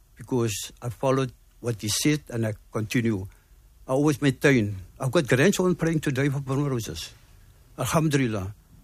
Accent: Cape Town, Western Cape, South Africa; born there; I was born in Claremont.

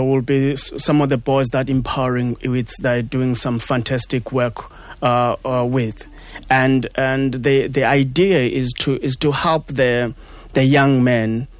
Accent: South Africa; as a South African

